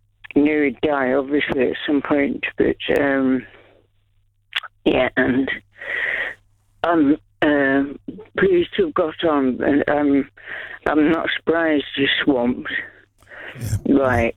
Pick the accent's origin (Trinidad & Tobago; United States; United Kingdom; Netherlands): United Kingdom; Yorkshire and the Humber; now in West Yorkshire, United Kingdom; I was in South Yorkshire at the time, 5 miles outside of Doncaster